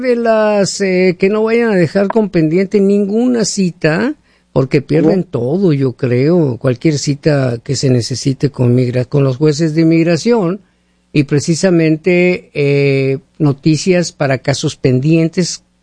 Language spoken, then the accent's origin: Spanish; Sonora, Mexico; moved away; Yo soy de Sonora, sí. Es la misma, así hablamos.